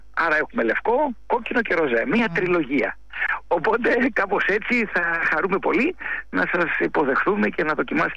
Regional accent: Ionian Islands, Greece; Είμαι στην Κεφαλονιά, είναι η ιδιαίτερη πατρίδα μου. Είχαμε λοιπόν αμπέλια, τα καλλιεργούσαμε και τα τριγούσαμε με παραδοσιακές μεθόδους.

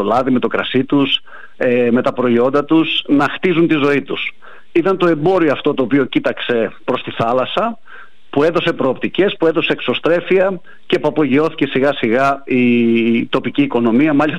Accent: Greece

